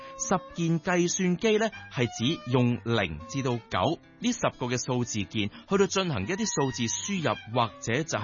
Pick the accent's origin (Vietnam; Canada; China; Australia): China; 我哋作為中國人都會覺得犀利